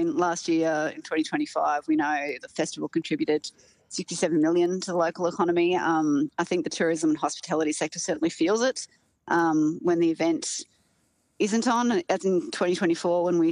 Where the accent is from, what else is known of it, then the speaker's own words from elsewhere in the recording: Queensland, Australia; now in Hobart, Australia; I'm from Queensland myself and I've never gotten in the water